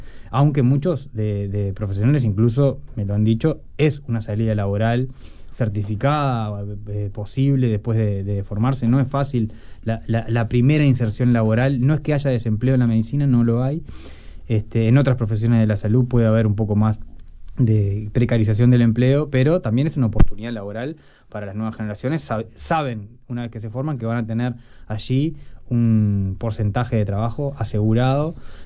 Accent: Salto, Uruguay; now in Costa Canaria, Uruguay; Yo soy de Salto y ahora vivo en la Costa Canaria, por lo tanto considero que vivo afuera de Montevideo.

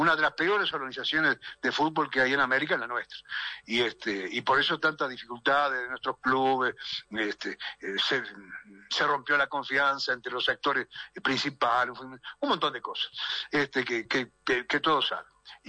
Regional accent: Uruguay; Los responsables somos los uruguayos.

